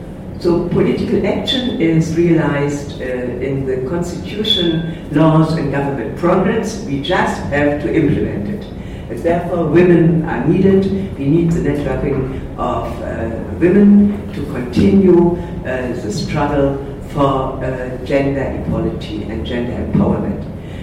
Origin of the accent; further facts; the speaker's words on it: Hamburg, Germany; in my hometown, in Germany, in Hamburg